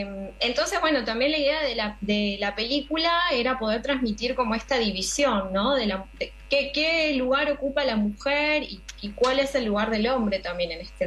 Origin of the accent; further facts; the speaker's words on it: Lanús, Buenos Aires Province, Argentina; No soy oriunda de Tucumán, soy oriunda de Lanús.